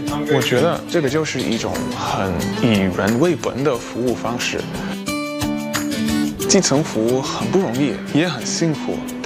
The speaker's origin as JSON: {"language": "Chinese", "country": "Barbados", "second_language": "Chinese", "moved": "as an adult", "lives_now": "Shenzhen, China", "said": "我来自一个非常非常漂亮的地方，叫做巴巴多斯。我今年27岁，今年是我来到中国的第四个年头。前两年我在北京攻读硕士，2025年我来到深圳继续读博"}